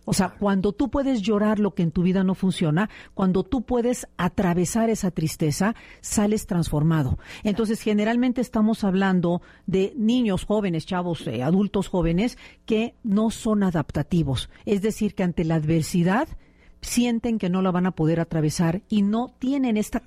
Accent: Veracruz, Mexico; moved away; also born or lived in Puebla

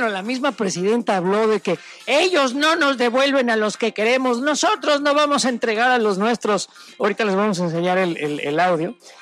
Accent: Mexico; Eso es lo que yo ya no quiero ver en mi país.

